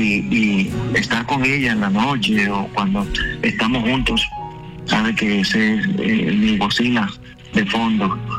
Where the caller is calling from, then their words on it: Sincelejo, Sucre, Colombia; yo vivo en Sincelejo